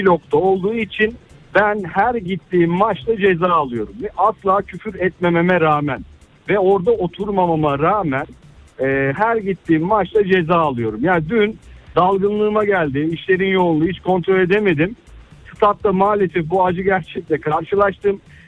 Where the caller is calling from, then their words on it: Istanbul, Turkey; Galatasaray taraftarıyım. İstanbul'dan bağlanıyorum.